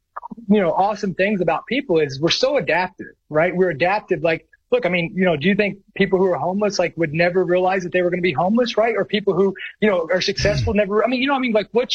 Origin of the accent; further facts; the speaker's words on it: United States; we will never compromise the fact that we are an American first.